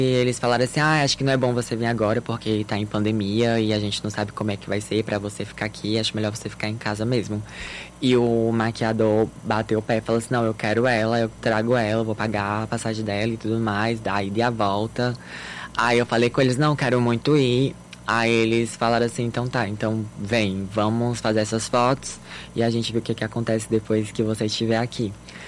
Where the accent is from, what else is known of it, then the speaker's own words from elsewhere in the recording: Northeast Region, Brazil; a gente, que é nordestino